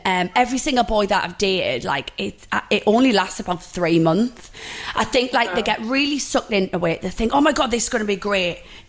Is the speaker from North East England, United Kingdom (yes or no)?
yes; North East England, United Kingdom; We're Geordie girls, and we are renowned for being, like, a bit cray-cray. But that's us, like, that's our nature. We're feisty, like, we don't hold back. And that's just the way we've all been brought up.